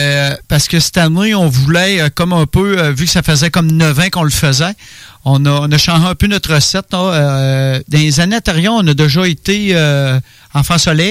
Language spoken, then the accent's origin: French; Sainte-Rose-du-Nord, Quebec, Canada; Ben, moi, je viens de Sainte-Rose-du-Nord, un petit village que je vivais dans le bois.